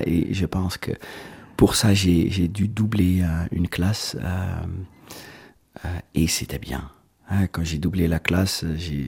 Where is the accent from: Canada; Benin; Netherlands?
Netherlands; Veldhoven, North Brabant; born there; French is a second language; Donc, moi je suis né à Veldhoven, c'est un petit village à côté de Eindhoven et c'est en Hollande.